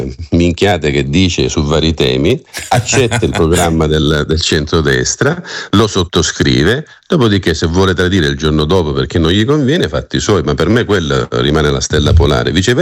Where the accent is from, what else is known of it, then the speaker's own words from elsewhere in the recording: Sicily, Italy; perché io sono siciliano, allora ho più diritti di uno nato in Val d'Aosta